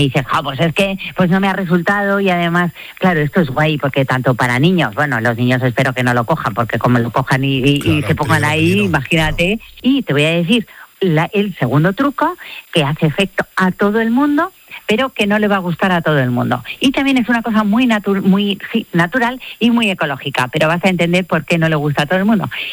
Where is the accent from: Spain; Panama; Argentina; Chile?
Spain; De la Vera, por supuesto, que para eso somos españoles y vamos a tirar a nuestra tierra.